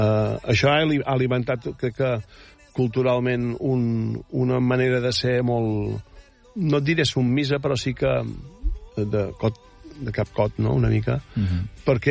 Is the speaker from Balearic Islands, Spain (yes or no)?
yes; Menorca, Balearic Islands, Spain; com a menorquí